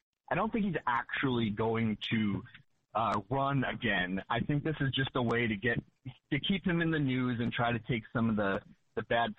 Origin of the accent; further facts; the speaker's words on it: Massachusetts, United States; now in Southern California, United States; I'm from Massachusetts. I live in Southern California right now.